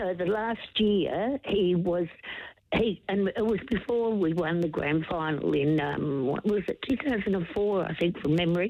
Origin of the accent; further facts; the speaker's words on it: South Australia, Australia; I grew up on the Fever Peninsula.